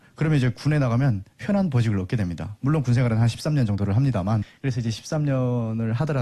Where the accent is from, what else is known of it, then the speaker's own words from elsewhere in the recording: Hamhung, South Hamgyong, North Korea; moved away as an adult; now in South Korea; 저는 고향이 북한의 함경남도 함흥에서 출생을 했습니다. 그리고 2010년까지 북한에서 축구선수로 활동하다가 2011년에 북한군에 입대를 하게 됐고요.